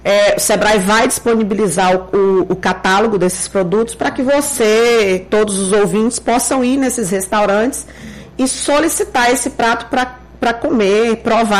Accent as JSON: {"language": "Portuguese", "region": "Tocantins", "country": "Brazil", "said": "eu também sou nortista, sou do Tocantins"}